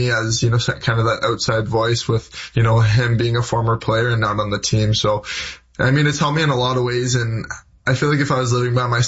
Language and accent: English; Ontario, Canada; Everyone knows Toronto more than Hamilton. So, you know, when I'm in New York and they're like, where are you from? I'm always like, I'm from Toronto.